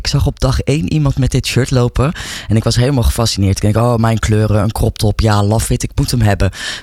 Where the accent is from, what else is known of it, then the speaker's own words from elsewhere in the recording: Netherlands; En ik ben Nederlandse